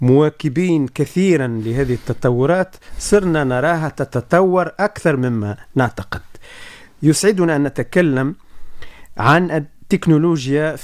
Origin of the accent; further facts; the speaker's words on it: Tunisia; نحن كتونسيين